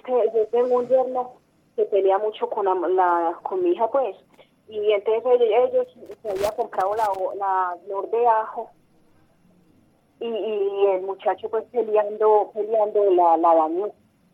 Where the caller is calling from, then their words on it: Montería, Córdoba, Colombia; de Montería Prado.